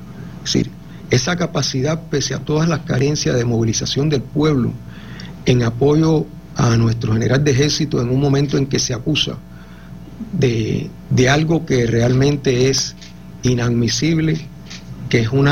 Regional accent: Cuba; el pueblo de Cuba, mi pueblo

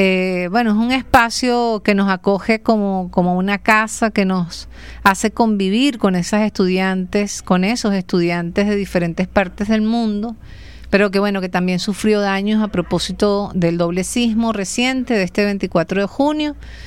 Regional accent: Venezuela

